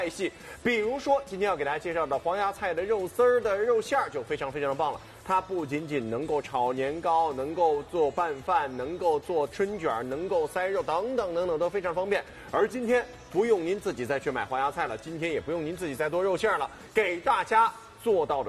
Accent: Shanghai, China; 这个是咱们上海人喜欢的口感，

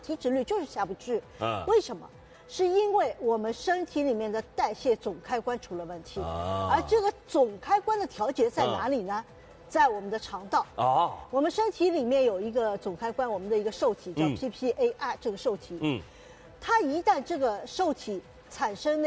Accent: China; 我们中国人

